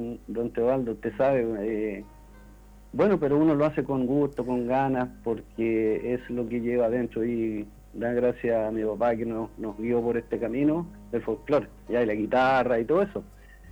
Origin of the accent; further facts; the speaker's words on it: Palmilla, O'Higgins, Chile; now in Peralillo, Chile; Yo soy de tomo y lomo, del Guillo primero, de Palmilla, después soy de Peralillo.